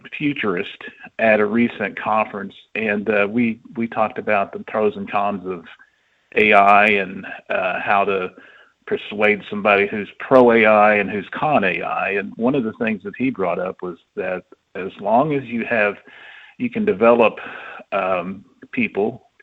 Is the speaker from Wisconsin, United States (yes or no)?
yes; Wisconsin, United States; I'm a native Wisconsin. I'm from Wisconsin.